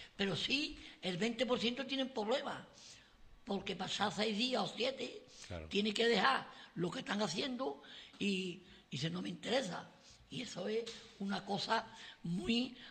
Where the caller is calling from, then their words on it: Andalusia, Spain; yo soy andaluz. Claro. Y español.